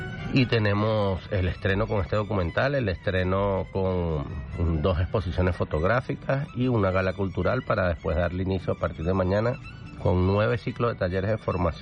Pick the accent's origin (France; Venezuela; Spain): Venezuela; Caracas, Capital District; Yo vengo de La Vega, yo vengo de Katia